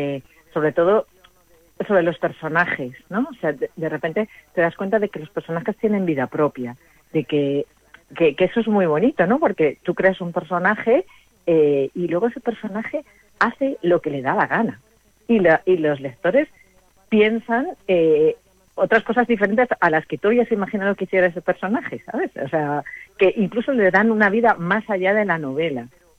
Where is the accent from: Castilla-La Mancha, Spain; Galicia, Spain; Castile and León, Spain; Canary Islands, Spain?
Castile and León, Spain; justo de camino desde el sur de León, de donde yo soy, al norte